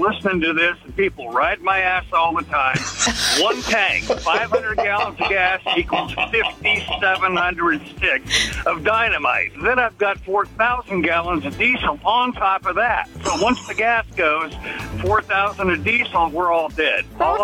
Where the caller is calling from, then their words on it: Minden, Nebraska, United States; I'm from Minden. I'm a CPI fuel driver in Nebraska.